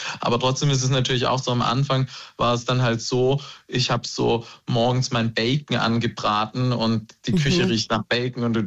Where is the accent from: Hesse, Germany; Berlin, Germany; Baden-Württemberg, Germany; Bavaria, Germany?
Baden-Württemberg, Germany; Ja, da ist es natürlich noch mal mehr als Schwabe, hat man da noch mal ein ganz anderes Auge drauf.